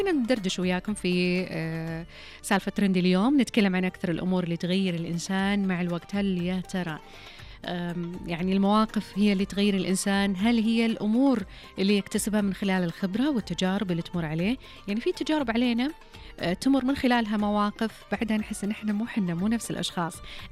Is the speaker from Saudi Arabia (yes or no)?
yes; Saudi Arabia